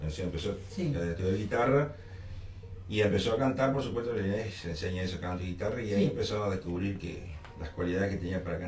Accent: Entre Ríos, Argentina; moved away as an adult; now in Paraná, Argentina; Nací en un campo, en una estancia, mi abuelo era postero ahí, mi padre también trabajó ahí, y yo nací, me crié en esa estancia hasta que me casé y sabía que no había mucho futuro, digamos, entonces emigramos

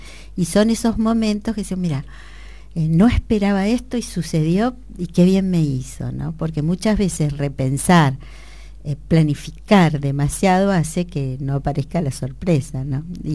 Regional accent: Argentina; somos todos argentinas

